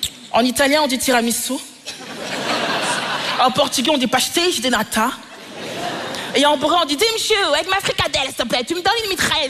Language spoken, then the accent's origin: French; DR Congo; Vu qu'on est congolais, c'est possible que quelqu'un s'appelle comme ça.